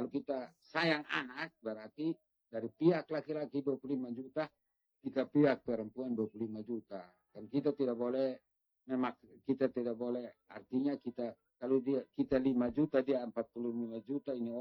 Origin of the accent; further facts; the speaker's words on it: East Nusa Tenggara, Indonesia; kalau tradisi saya kan orang Hamanuban, jadi saya tidak boleh minta adat lebih dari istri saya.